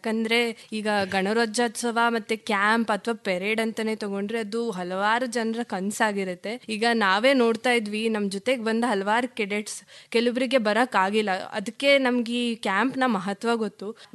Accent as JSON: {"language": "Kannada", "town": "Mysore", "region": "Karnataka", "country": "India", "tie": "born or raised there", "also_born_or_lived": "Adderi, Sagar, Shivamogga", "said": "ನನ್ನ rank NCCಯಲ್ಲಿ senior under officer. ನನ್ನ ಮೂಲ ಊರು ಬಂದು ಅಡ್ಡೇರಿ, ಶಿವಮೊಗ್ಗ ಸಾಗರ. ಮತ್ತೆ ನಾನು ಹುಟ್ಟಿ ಬೆಳೆದಿದ್ದೆಲ್ಲ ಮೈಸೂರಲ್ಲೇ, ನಾನು ಓದಿದ್ದು ಸಹ ಮೈಸೂರಲ್ಲೇ. ನಾನೀಗ ಪ್ರಸ್ತುತ BSc ಸೆಕೆಂಡ್ ಇಯರ್ ವಿದ್ಯಾರ್ಥಿನಿ."}